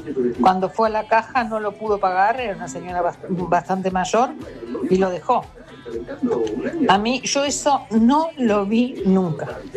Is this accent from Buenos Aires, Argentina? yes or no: yes; Buenos Aires, Argentina; soy de Belgrano.